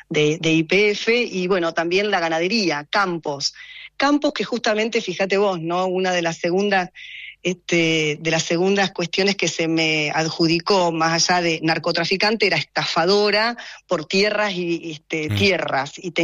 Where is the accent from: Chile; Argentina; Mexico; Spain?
Argentina; Río Negro; yo en realidad vengo de la Patagonia, de Río Negro, de familia de laburantes, de mucho trabajo, que empezaron teniendo heladerías, sí, mi padre, y terminamos en la concesionaria